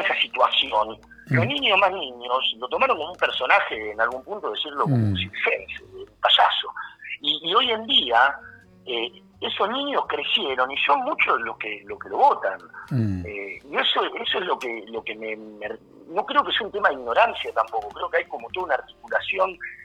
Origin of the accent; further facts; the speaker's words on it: Moreno, Buenos Aires Province, Argentina; Yo soy oriundo de Moreno, pero ahora estoy viviendo acá cerquita de donde tiene la radio ustedes.